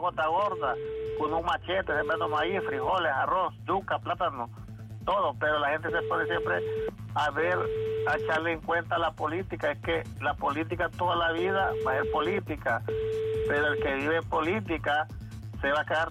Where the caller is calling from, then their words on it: Honduras; yo soy hondureño 100% y mis abuelos, mi papá y todo el mundo, nosotros nunca hemos vivido de política.